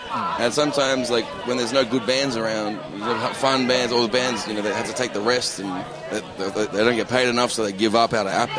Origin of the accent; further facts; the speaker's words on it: Melbourne, Victoria, Australia; I thought I was arty, being from Melbourne.